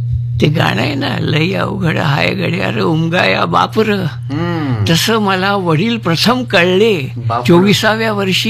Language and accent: Marathi; Pune, Maharashtra, India; born there; also born or lived in Belgaum; हा माझा जन्म तसा पुण्यातला, 39 साली मी पुण्यात जन्मलो, बघ, 5-6 वर्षाचा असताना वडिलांना बेळगावला, त्यावेळेला मुंबई इलाखा होता